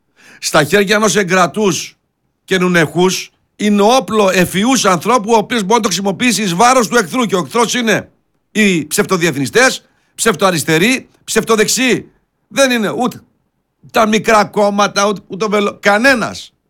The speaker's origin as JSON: {"language": "Greek", "town": "Kordelio", "region": "Central Macedonia", "country": "Greece", "tie": "born or raised there", "also_born_or_lived": "Neapoli"}